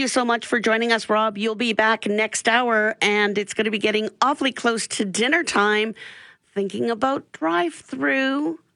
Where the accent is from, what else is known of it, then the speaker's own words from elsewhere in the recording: Canada; I get it. I'm just a Canadian girl. I just like a little bit cooler.